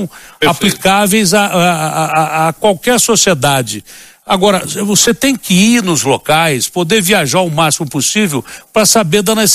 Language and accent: Portuguese; Ribeirão Preto, São Paulo, Brazil; accent: caipira; moved away; Eu sou caipira